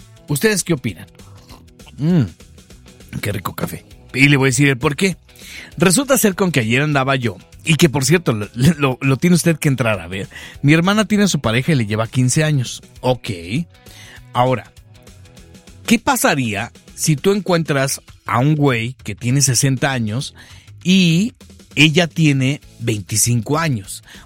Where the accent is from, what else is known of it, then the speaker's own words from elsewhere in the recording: Guadalajara, Jalisco, Mexico; somos de Guadalajara